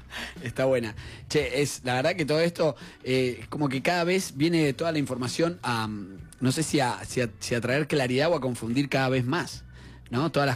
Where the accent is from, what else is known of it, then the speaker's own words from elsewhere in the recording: Argentina; born there; En Argentina nací, guacho. Claro que sí. Yo no elegí nacer argentino, tuve el privilegio.